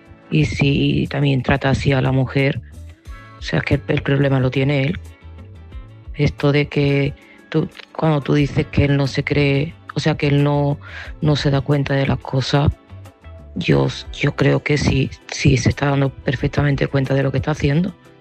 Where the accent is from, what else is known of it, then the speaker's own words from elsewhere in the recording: Seville, Andalusia, Spain; de Sevilla y este mensaje va para María José.